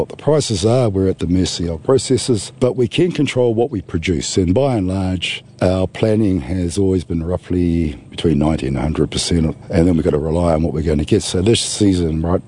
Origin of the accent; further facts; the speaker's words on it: Tikawiri, New Zealand; I'm from Tikawiri and we're standing on Pukipoto whenua